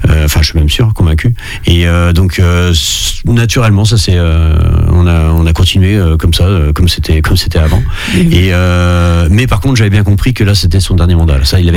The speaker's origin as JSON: {"language": "French", "town": "Saint-Christophe-du-Ligneron", "region": "Pays de la Loire", "country": "France", "tie": "born or raised there", "said": "je suis originaire de Saint-Christophe."}